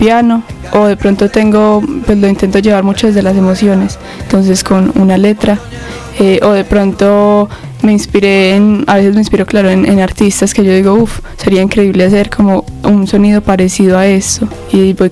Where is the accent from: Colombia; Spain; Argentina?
Colombia; now in Medellín, Colombia; Yo siento que, pues, al ser colombiana, la música se permea mucho de elementos de percusión, como muy latinoamericanos